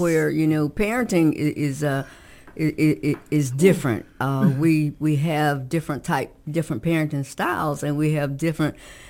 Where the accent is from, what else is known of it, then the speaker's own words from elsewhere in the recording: Garland, North Carolina, United States; moved away; I was from Garland